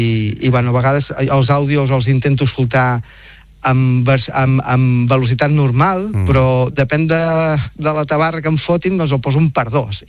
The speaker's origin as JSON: {"language": "Catalan", "town": "Salt", "region": "Catalonia", "country": "Spain", "tie": "born or raised there", "said": "Jo soc de Salt de tota la vida."}